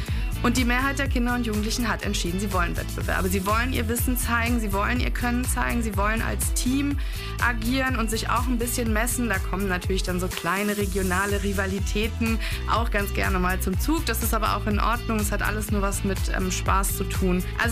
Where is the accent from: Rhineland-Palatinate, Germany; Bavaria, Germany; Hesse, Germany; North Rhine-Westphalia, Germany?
Rhineland-Palatinate, Germany; Ich komme selber aus der Nähe von Koblenz, dann habe ich mal keine weite Anfahrt.